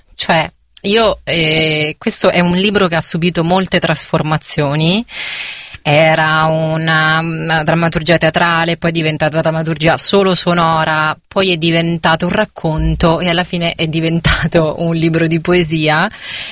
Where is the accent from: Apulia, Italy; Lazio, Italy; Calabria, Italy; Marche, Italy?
Marche, Italy; Sant'Elpidio a Mare; Sono delle Marche, di Sant'Elpidio a Mare, in provincia di Fermo.